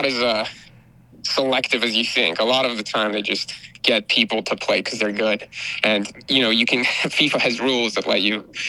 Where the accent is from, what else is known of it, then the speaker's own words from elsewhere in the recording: Mexico; now in Oberlin, United States; I tell people I'm from Mexico